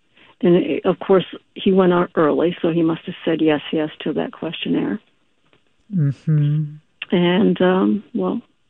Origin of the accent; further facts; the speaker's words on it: Los Angeles, California, United States; his work and his presence was always a part of my family life as I grew up in Los Angeles.